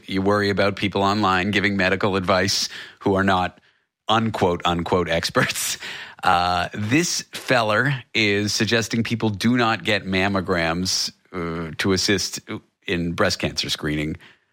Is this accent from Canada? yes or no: yes; Canada; now in United States; I'm from Canada. I live in the U.S.